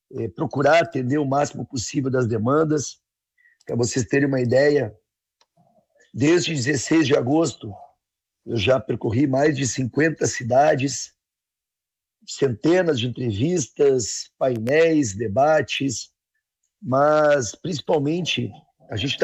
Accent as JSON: {"language": "Portuguese", "town": "Caxias do Sul", "region": "Rio Grande do Sul", "country": "Brazil", "tie": "born or raised there", "also_born_or_lived": "Alegrete", "said": "Nasci no Alegrete, mas a minha família toda da Serra Gaúcha, minha mãe de Bento Gonçalves, meu saudoso pai de Caxias, Farroupilha. Então, a minha infância toda foi aí junto com a minha querida Caxias do Sul também."}